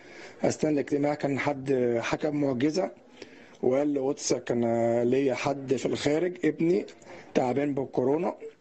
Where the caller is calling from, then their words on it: Alexandria, Alexandria Governorate, Egypt; انا ابنك من اسكندريه.